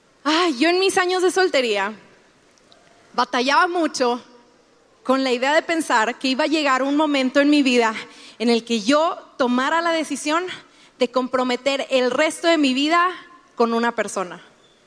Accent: Monterrey, Nuevo León, Mexico; Somos de Monterrey, llevamos un año de casados.

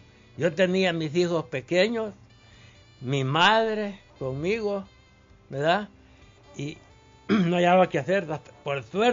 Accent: Metapán, Santa Ana, El Salvador; born there; Yo soy nacido aquí en Metapán, allí en el cantón El Capulín, el caserío Hacienda Vieja. De ahí soy nacido yo.

